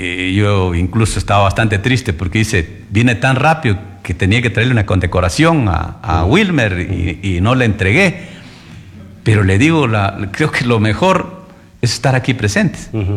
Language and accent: Spanish; Mangaurco, Loja, Ecuador